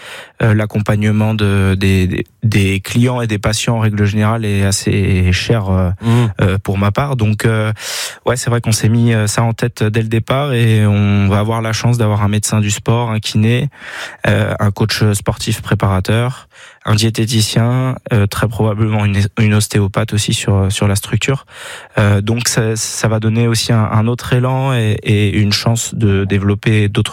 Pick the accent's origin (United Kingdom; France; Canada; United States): France; nous en tant que Français